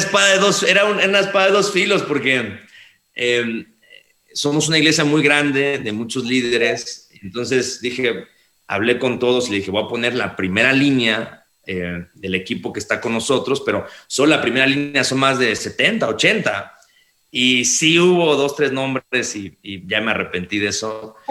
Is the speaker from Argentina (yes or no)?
no; Mexico; Soy mexicano, amo mi país